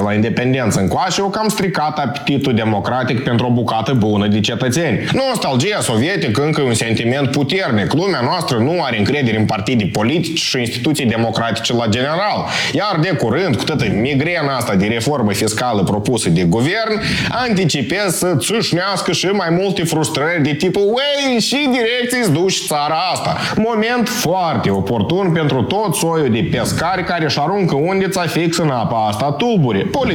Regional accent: Moldova

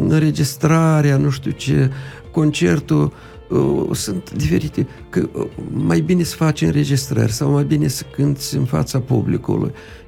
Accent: Mândrești, Telenești District, Moldova; De la Mândrești-Telenești. Dar poate știu că acum Casa de Cultură este în reparație în satul meu natal.

